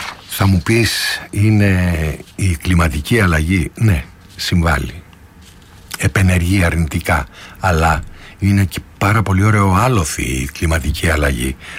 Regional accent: Greece; moved away; Εγώ θυμάμαι εκεί στα μέρη μου τον Αχελό

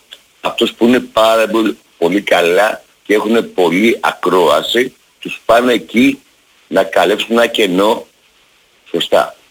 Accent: Aigio, Western Greece, Greece; Με θυμάσαι ποιος είμαι εγώ από το Αίγιο, έτσι?

